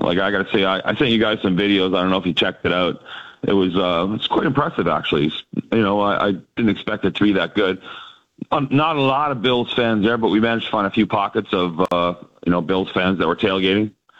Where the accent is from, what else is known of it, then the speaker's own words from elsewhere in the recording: St. Catharines, Ontario, Canada; St. Catharines.